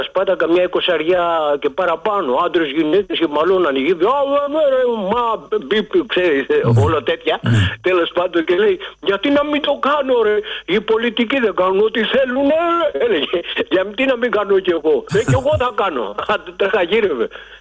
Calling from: Pikermi, Attica, Greece; είμαι από το Πικέρμη.

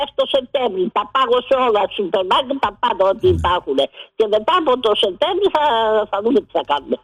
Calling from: Spata, Attica, Greece; από τα Σπάτα.

